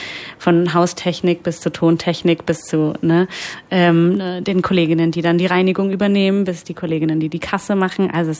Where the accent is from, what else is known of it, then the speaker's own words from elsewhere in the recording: Italy; Ich bin auch Italienerin